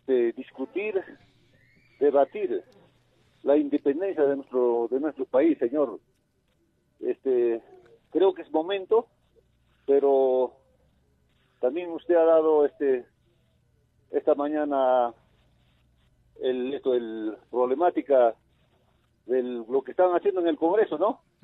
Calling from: Sandia, Puno, Peru; De Sandia.

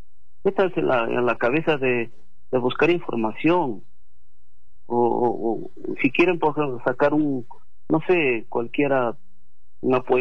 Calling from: Peru; nos ufanamos de ser peruanos

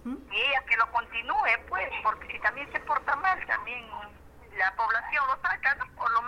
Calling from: Mórrope, Lambayeque, Peru; Lagunas Morrope

